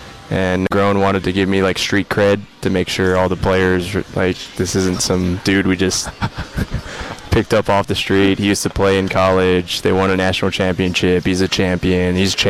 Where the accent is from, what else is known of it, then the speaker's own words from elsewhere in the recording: Japan; So I grew up in Japan, and I speak some Japanese, so my first job was an interpreter for Kikuchi, Yusei Kikuchi.